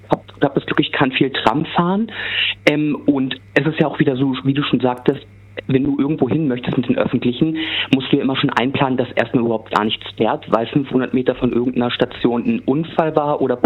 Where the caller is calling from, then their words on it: Berlin, Germany; Ich rufe aus Oberschöneweide an.